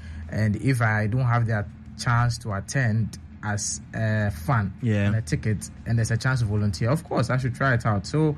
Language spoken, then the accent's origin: English; Techiman, Bono East, Ghana; English is a second language; I'm from Techiman, medical doctor by profession.